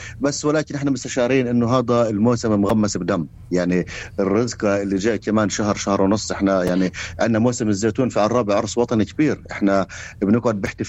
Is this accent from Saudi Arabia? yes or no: no; Palestine